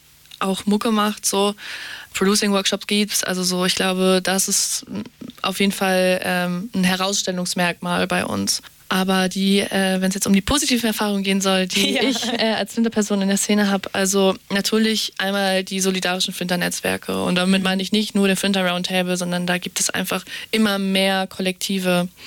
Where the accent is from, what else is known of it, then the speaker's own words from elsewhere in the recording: Hamburg, Germany; wo ich wirklich den Sommer über nicht in meiner Heimatstadt war. Echt? Also in Hamburg.